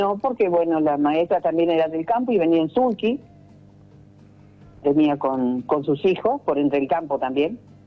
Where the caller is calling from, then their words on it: Argentina; Somos argentinos en todos sentidos.